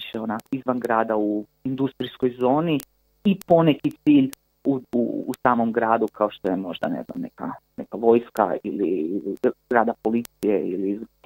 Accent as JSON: {"language": "Croatian", "country": "Croatia", "tie": "born or raised there", "said": "Ja sam odrastao u Hrvatskoj"}